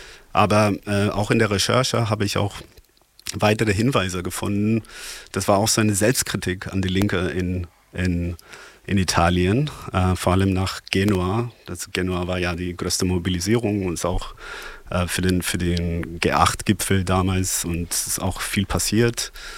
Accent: Berlin, Germany; born there; in meiner Jugend in Berlin

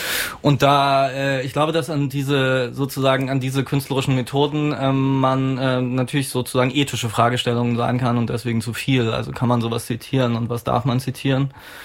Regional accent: East Germany, Germany; ich bin ja auch Ostdeutscher zum Beispiel

